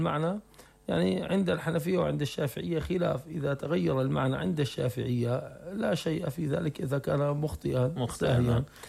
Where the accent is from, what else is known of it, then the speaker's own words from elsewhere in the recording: Rif Dimashq, Syria; نحن بفضل الله عز وجل عندنا في الغوطة،